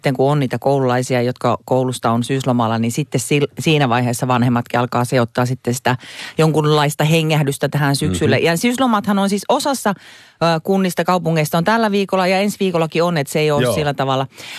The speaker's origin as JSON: {"language": "Finnish", "region": "Lapland", "country": "Finland", "tie": "born or raised there", "moved": "yes", "said": "mä olin sieltä Lapista kotoisin"}